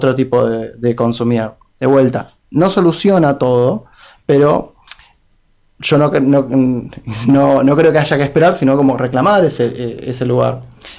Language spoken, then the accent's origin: Spanish; Chubut, Argentina; Yo soy de Chubut